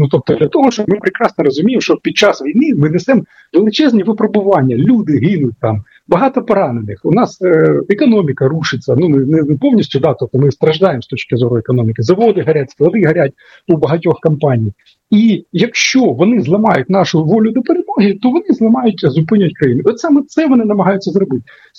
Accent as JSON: {"language": "Ukrainian", "town": "Sumy", "region": "Sumy Oblast", "country": "Ukraine", "tie": "born or raised there", "said": "моє рідне місто Суми"}